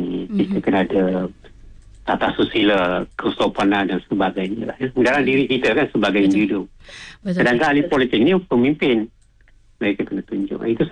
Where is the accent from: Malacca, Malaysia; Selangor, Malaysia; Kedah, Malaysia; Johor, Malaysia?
Johor, Malaysia; Kluang; Tidak jauh daripada kampung saya di Keluang, jiran. Saya orang Keluang kan.